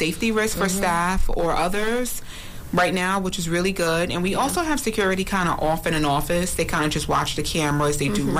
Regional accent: New York City, New York, United States; I'm from Brooklyn.

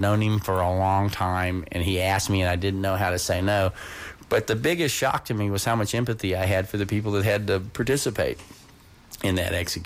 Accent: Texas, United States; I grew up in Texas

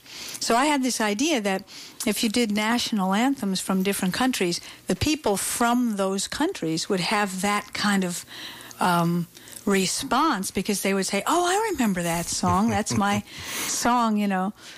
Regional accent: United States; we're these American people

